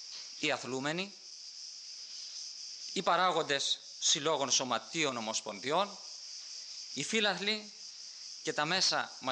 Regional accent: Greece; Ας θυμηθούμε σαν Έλληνες

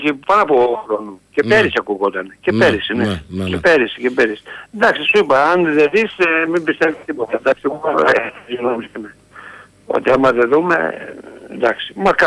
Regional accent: Elassona, Thessaly, Greece; εγώ είμαι από Ελασσόνα, πιο πάνω από τη Λάρισα.

